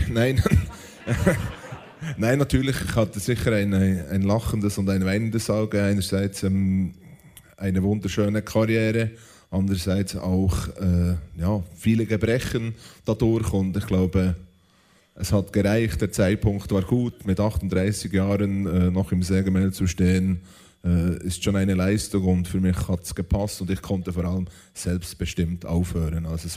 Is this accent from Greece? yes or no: no; Bern, Switzerland; Und da gab es wirklich bei uns in der Schweiz, also im Seeland, wo ich herkomme, in keinem Schuhgeschäft Fußballschuhe in Größe 49.